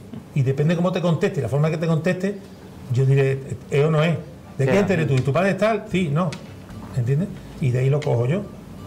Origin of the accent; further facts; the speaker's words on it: Almonte, Andalusia, Spain; mi pueblo de Armón